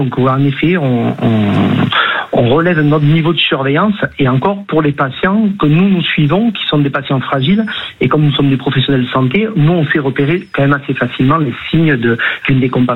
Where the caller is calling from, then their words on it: Alès, Occitanie, France; Moi, je suis sur le bassin d'Alès, dans le nord du Gard, au pied des Cévennes.